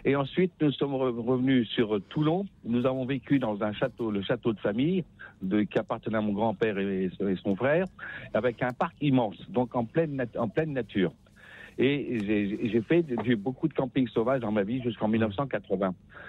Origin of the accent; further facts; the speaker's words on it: Tataouine, Tataouine Governorate, Tunisia; also born or lived in Black Forest, Germany; mais je suis né en Tunisie, c'est comme ça, mon père était militaire, et j'ai vécu dans un petit village au bord du désert, qui s'appelle Funtatawin, et ensuite mon père a été muté en Allemagne, en Forêt-Noire